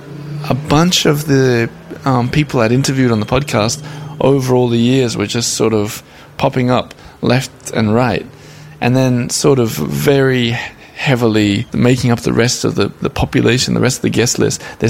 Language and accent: English; Australia; which was also kind of baffling to me as an Australian telling Americans what was going on for the Olympics.